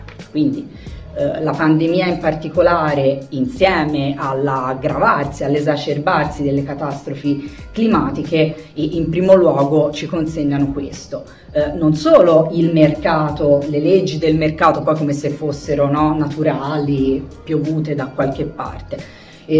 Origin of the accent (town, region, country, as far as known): Tuscany, Italy